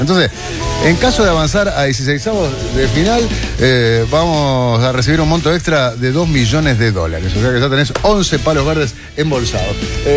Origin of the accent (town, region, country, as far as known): Uruguay